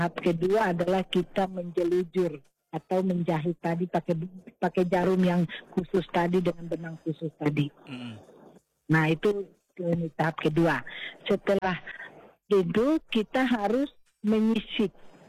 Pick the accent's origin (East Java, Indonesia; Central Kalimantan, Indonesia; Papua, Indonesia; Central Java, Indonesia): Papua, Indonesia; kita orang Papua